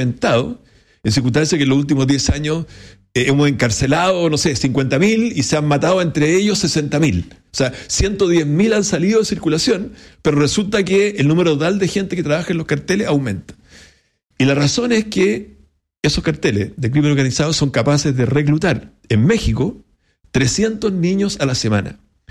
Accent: Ñuble, Chile; Yo soy de Ñuble y ahí lo conocí a Martín Arrau como intendente

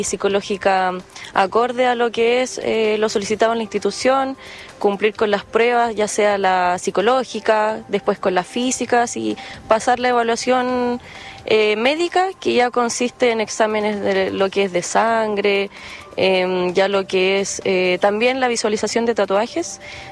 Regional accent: Puerto Montt, Los Lagos, Chile; yo soy de aquí, de Puerto Montt, soy de la región.

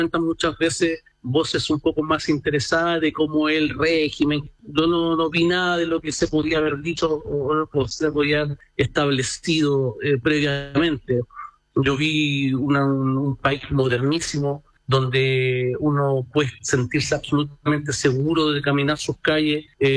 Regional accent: Chile; lo que nosotros como chilenos le podemos ofrecer desde nuestros grandes poetas

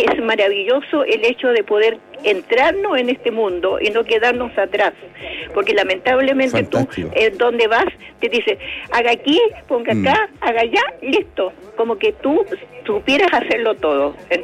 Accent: Santiago, Santiago Metropolitan Region, Chile; Yo soy de Santiago Centro.

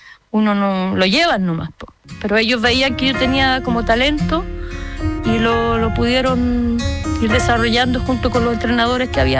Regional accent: San Antonio, Valparaíso, Chile; born there; Me crié también mucho en San Antonio.

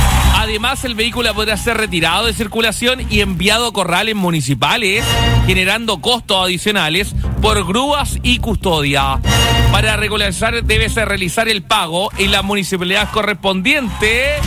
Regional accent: Chile; Yo fui a última hora, sí, como buen chileno.

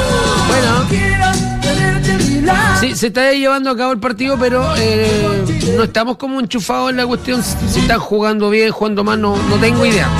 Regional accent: Chile; Soy chileno, pero me carga aquí.

